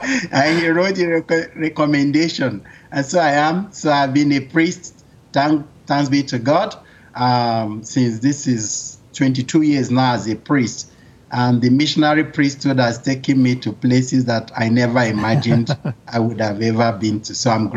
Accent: Lagos, Nigeria; born or raised there; also born or lived in Owerri, Nigeria / Abuja, Nigeria

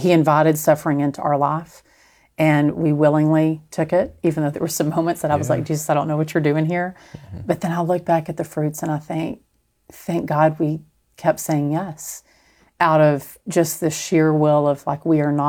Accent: Texas, United States; So I'm Texan. So it should have a pronunciation guide in there

